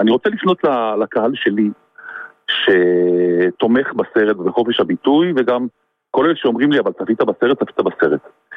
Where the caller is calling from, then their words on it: Northern District, Israel; אני מהצפון.